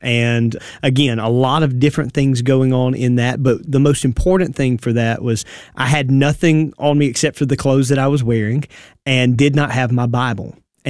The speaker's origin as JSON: {"language": "English", "town": "Wayne County", "country": "United States", "tie": "born or raised there", "said": "I've served two churches, Big Creek Baptist Church in Wayne County. I grew up in Wayne County and then started pastoring right out of high school."}